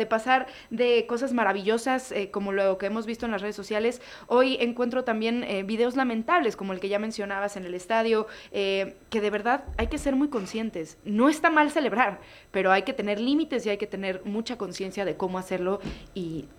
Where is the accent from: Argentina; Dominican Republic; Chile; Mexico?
Mexico; Pero como mexicanos sí tenemos que ser muy conscientes